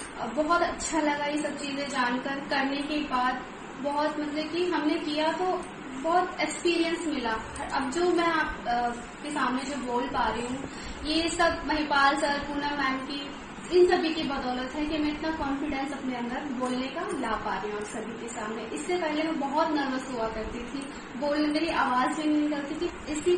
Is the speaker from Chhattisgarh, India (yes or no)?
no; Delhi, India; और मैं दिल्ली से हूँ।